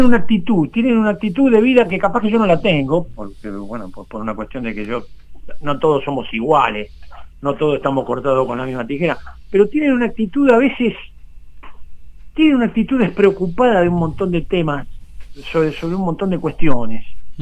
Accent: Argentina; yo primero soy argentino.

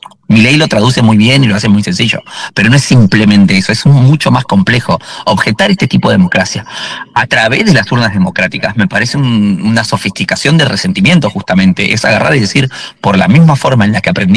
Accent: Bolivia; yo previamente ya sabía que todo lo libertario iba a apuntarme a mí como migrante boliviano

